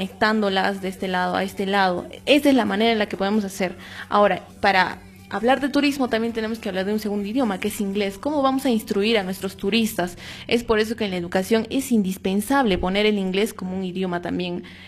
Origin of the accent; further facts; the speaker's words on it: Cusco, Peru; como cusqueños que queremos y amamos el turismo también